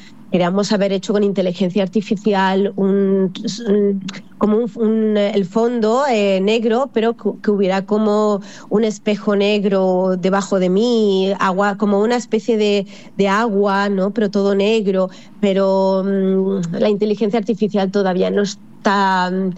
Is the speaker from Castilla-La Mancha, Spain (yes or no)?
no; Catalonia, Spain; now in Italy; yo soy catalana, pero mis padres son andaluces, o sea, mi madre de Córdoba y mi padre de Granada, ¿no? Y desde pequeñita, todos los veranos, pasábamos todos los veranos en Andalucía, o sea, que es que en mi sangre, en mis venas corre sangre andaluza